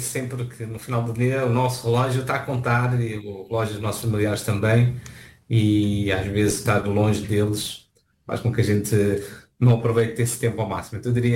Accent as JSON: {"language": "Portuguese", "town": "Odivelas", "region": "Lisbon", "country": "Portugal", "lives_now": "Brazil", "said": "Eu tenho que dizer que sou de Lisboa, porque se eu disser de Odivelas ninguém entende direito."}